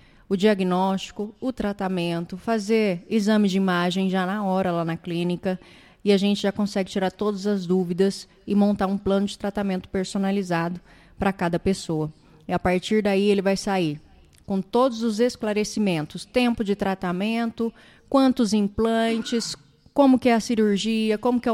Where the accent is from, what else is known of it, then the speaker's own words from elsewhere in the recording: Paraná, Brazil; moved away; Ó, sulista igual eu, hein? É. Tá um pouquinho mais para baixo, eu sou do Paraná, mas tenho um amor muito grande pela região sul do Brasil.